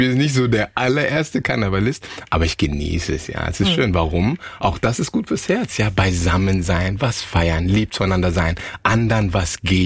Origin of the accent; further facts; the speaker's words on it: Ghana; Nee, der Daddy ist aus Ghana gekommen. Ja. Mhm. Wir kommen aus Ghana, Mama auch.